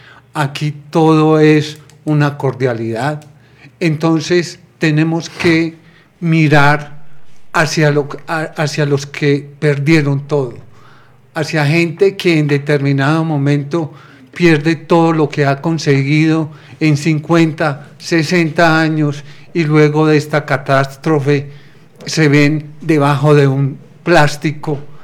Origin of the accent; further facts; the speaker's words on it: Entrerríos, Antioquia, Colombia; yo soy un entrerrieño, quiero mucho mi pueblo, es un pueblo solidario